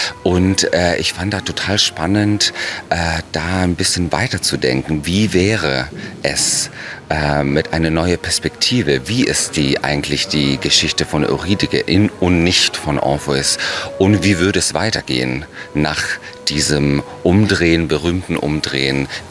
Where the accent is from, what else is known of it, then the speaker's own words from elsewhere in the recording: Italy; moved away; Ich bin in Italien aufgewachsen und mit griechischer Mythologie und mit Latein, das war für uns ganz normal jeden Tag.